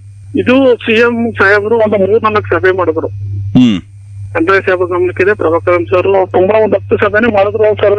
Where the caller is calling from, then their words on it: Karnataka, India; Sir, ನಾವು ಯಶವಂತಪುರ ಗಾಡಿಯಿಂದ.